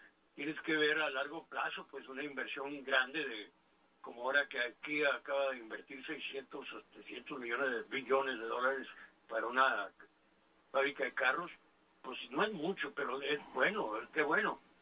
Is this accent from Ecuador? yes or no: no; Mexico; now in United States; Yo iba como hispano de Estados Unidos, no como mexicano de México.